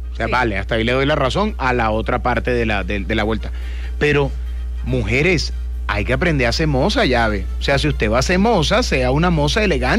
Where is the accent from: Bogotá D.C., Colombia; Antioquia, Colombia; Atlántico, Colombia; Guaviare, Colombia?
Atlántico, Colombia; Barranquilla; yo no soy de Cartagena, soy de Barranquilla.